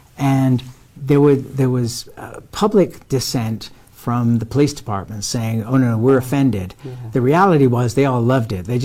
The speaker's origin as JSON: {"language": "English", "town": "Reno", "region": "Nevada", "country": "United States", "said": "where are you from? We mm-hmm. say Reno"}